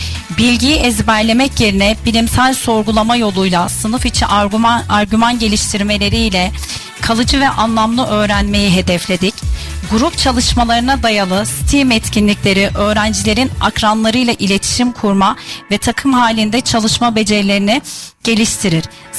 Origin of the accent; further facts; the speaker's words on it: Bingöl, Turkey; born there; moved away as an adult; also born or lived in Adıyaman; now in Gaziantep, Turkey; Ben 1995 Adıyaman doğumluyum. İlk orta öğretimimi Bingöl'de tamamladıktan sonra 2014 yılında Adıyaman Üniversitesi Fen Bilimleri Eğitimine başladım.